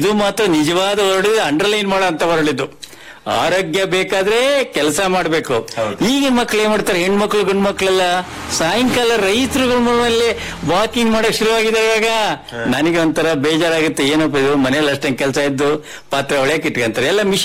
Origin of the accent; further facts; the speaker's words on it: Shankaraghatta, Karnataka, India; also born or lived in Maharashtra; ನಾನು ಶಂಕರಗಡದವರು. ಇಲ್ಲಿ ನನಗೆ ಇವಾಗ 85 ವರ್ಷ ಮುಗಿತಾ ಇದೆ.